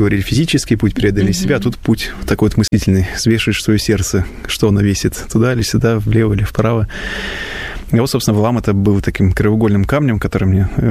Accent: Leningrad Oblast, Russia; И поскольку я родом с Ленинградской области и стал воцерковляться на Пасху, это было в 2005 году

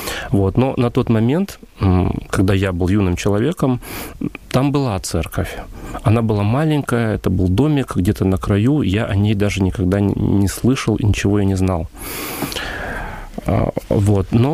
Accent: Yuzhno-Sakhalinsk, Sakhalin Oblast, Russia; moved away; Я родился на острове Сахалин, Дальний Восток, в городе Южно-Сахалинске, 50 лет назад. Поэтому у меня абсолютно такое же советское прошлое, как у большинства наших людей моего возраста, скажем так.

